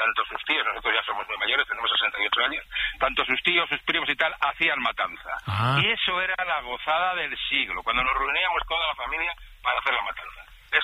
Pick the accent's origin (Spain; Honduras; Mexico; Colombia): Spain; Valladolid, Castile and León; Yo soy de Valladolid, de capital, ¿vale? De generaciones.